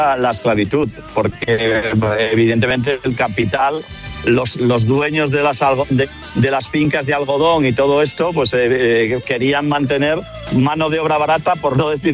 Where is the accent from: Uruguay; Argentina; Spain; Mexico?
Spain; Ya sé que soy el típico español que no, llevo 20 días aquí y ya está.